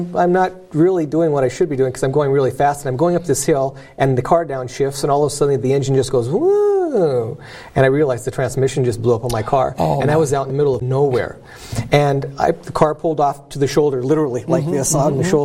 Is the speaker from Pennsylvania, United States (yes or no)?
no; St. Maries, Idaho, United States; it turned out that I told him I was from St. Mary's, Idaho.